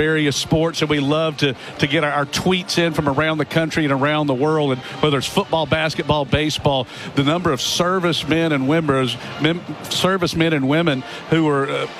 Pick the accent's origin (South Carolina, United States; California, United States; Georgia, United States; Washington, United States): Georgia, United States; Statesboro; down in my hometown of Statesboro